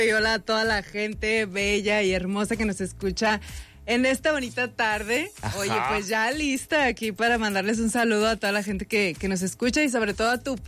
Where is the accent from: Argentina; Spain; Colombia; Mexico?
Mexico; Aguascalientes; now in Guadalajara, Mexico; más que ser hidrocálida, ya también me considero tapatía